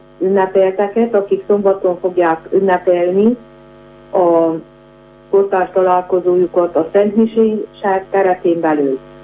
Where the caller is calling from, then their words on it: Madăraș, Harghita, Romania; Csikmadarasról vagyok